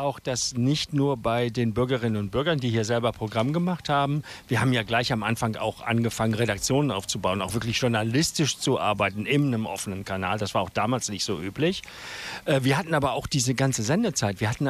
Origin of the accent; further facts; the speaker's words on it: North Rhine-Westphalia, Germany; moved away as an adult; now in Schleswig-Holstein, Germany; Ich komme selbst aus Nordrhein-Westfalen